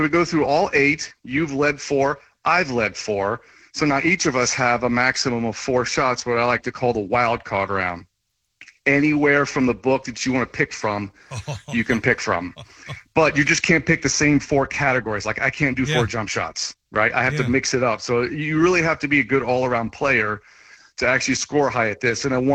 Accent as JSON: {"language": "English", "town": "Wilmington", "country": "United States", "tie": "born or raised there", "said": "I grew up in Wilmington, and the house we grew up in had a pool table."}